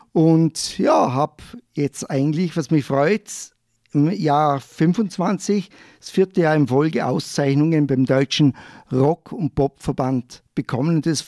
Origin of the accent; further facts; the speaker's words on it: Vorarlberg, Austria; ich komme ja auch aus Vorarlberg